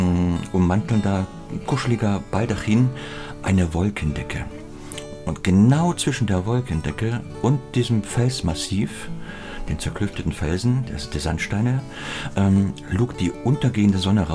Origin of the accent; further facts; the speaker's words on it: Saxony, Germany; Ich habe einen Kalender meiner Heimat, der Sächsischen Schweiz, an meiner Wand hängen